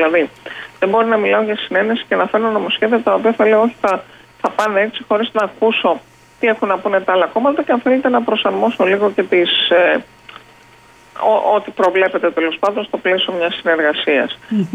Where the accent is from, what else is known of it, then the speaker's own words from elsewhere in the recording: Central Greece, Greece; Επειδή εγώ τυχαίνει να κατάγομαι και από τη Φωκίδα και λόγω τοπιότητας